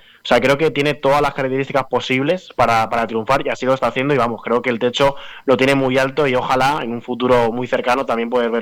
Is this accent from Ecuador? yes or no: no; Valencia, Valencian Community, Spain; para todos los que somos de Valencia y alrededores, un gustazo el poder ver a los mejores y las mejores del mundo aquí a nada, a escasos centímetros de casa.